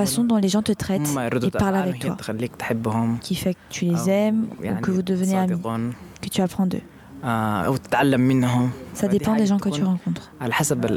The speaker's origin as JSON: {"language": "French", "country": "Sudan", "second_language": "French", "moved": "as an adult", "lives_now": "France", "said": "Je viens du Soudan et j'étais à l'université, spécialisée dans les composants chimiques. En ce moment, je suis en France. Je suis venu ici par les routes non officielles, à travers la Libye, la mer, l'Italie, enfin, la France."}